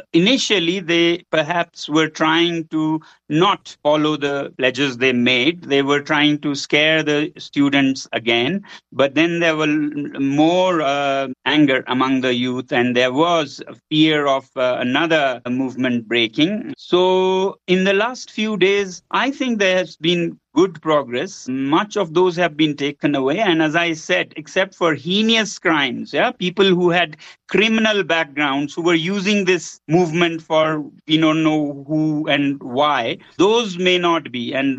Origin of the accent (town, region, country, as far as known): Ladakh, India